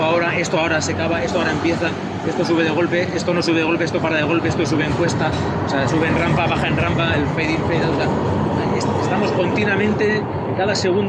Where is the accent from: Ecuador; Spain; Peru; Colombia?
Spain; Basque Country; Yo vengo de Berri, que es un pueblo más pequeño